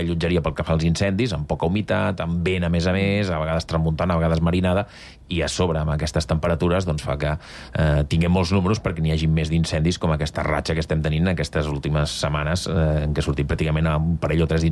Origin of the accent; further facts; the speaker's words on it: Barcelona, Catalonia, Spain; Els que tenim una edat i els que, a més, som del Carmel